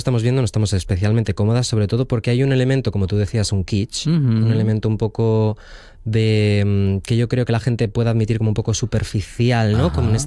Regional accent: Sariego, Asturias, Spain; mi familia, que somos de Sariego. Entonces yo tuve la particularidad, yo creo, de haberme criado en un entorno femenino, con una ganadería por el medio también, y en donde había una peluquería, un salón de estética y un solarium

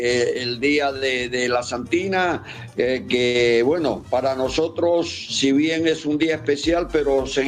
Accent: Campo de Caso, Asturias, Spain; born there; como yo decía la otra vuelta que anduve por Campo de Caso, que es donde yo nací

